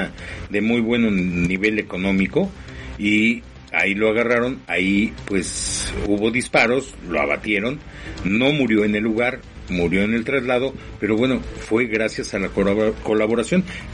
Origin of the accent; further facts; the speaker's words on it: Mexico; nos meten como mexicanos